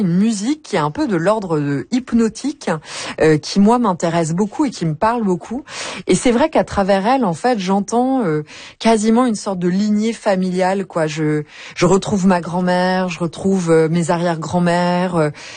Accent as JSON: {"language": "French", "region": "Brittany", "country": "France", "tie": "born or raised there", "said": "de là d'où je viens, parce qu'on est originaire du même département, les Côtes d'Armor en Bretagne."}